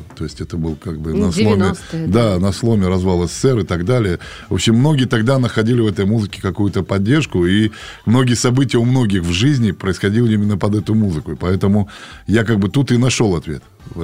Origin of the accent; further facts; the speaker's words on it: Kazakhstan; now in Voronezh, Russia; я сам вырос в Казахстане